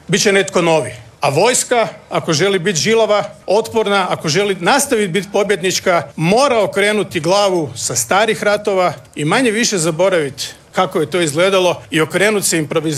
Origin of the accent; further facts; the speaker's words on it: Croatia; Ja sam predsjednik Hrvatske, ja sam Hrvat